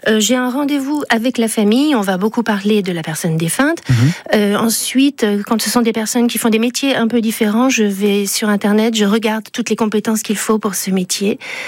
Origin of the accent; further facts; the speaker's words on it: Auvergne-Rhône-Alpes, France; born there; Je suis née en Haute-Savoie.